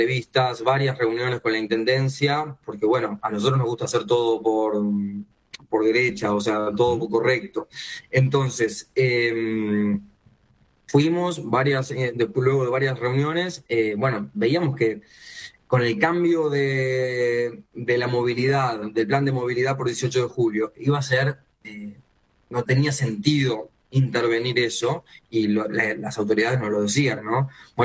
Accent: Montevideo, Uruguay; Somos todos montevideanos acá en su mayoría

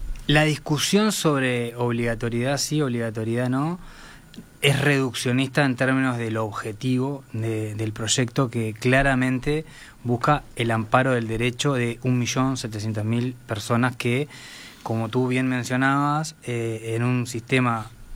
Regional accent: Salto, Uruguay; moved away as an adult; Sí, sí, soy oriundo de Salto. Hasta los 17, 18 años estuve ya en Salto.

